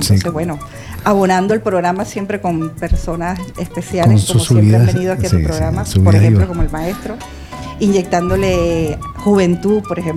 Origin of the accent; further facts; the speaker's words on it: Venezuela; now in Canary Islands, Spain; Ahora somos los venezolanos, hijos de canarios, y no solamente eso, que vienen aquí a Canarias a llevar una vida distinta.